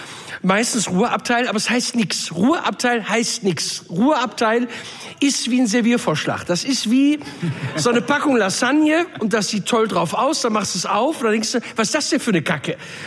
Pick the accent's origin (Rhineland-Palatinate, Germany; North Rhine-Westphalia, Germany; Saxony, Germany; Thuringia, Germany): North Rhine-Westphalia, Germany; Bei uns im Pott sagst du Hi-O-Pi zu sowas.